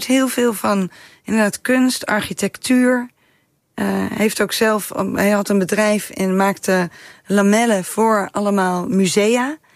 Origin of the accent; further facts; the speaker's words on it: Oosterhout, North Brabant, Netherlands; moved away; Ik ben opgegroeid in Oosterhout.